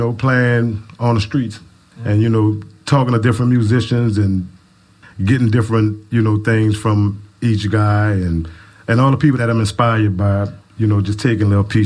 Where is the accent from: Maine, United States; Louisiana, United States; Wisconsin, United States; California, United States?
Louisiana, United States; New Orleans; We all was born and raised in the Tremet.